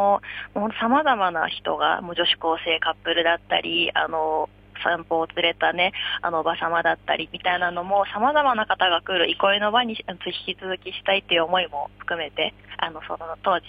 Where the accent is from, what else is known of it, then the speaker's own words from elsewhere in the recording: Chofu, Tokyo, Japan; 私自身が実は飛田給の駅が実家の最寄りにありまして、まあ、この辺は結構馴染みのある街でもあるんですけれども